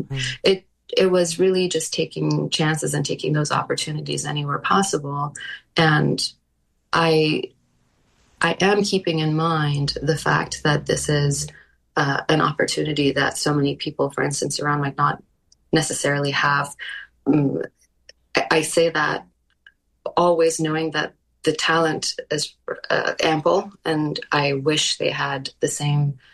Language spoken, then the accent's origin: English; Iran; in the 90s, when I was growing up in Iran, it was considered like really bougie or weird if you're carrying an instrument case.